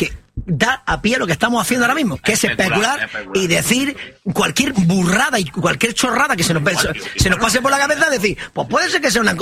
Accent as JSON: {"language": "Spanish", "area": "Almería", "region": "Andalusia", "country": "Spain", "said": "tontos no somos los almerienses"}